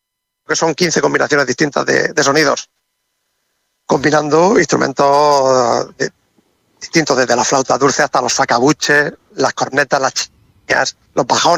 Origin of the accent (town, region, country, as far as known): Calasparra, Region of Murcia, Spain